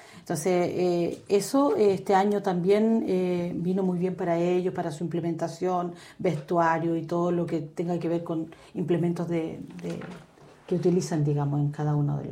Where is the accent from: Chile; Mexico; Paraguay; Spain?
Chile; San Juan de la Costa, Los Lagos; como yo, habitante también